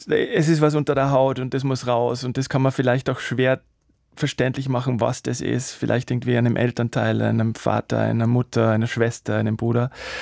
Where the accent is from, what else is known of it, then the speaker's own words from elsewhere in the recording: Salzburg, Austria; Ja, ich meine, ich komme wirklich aus Salzburg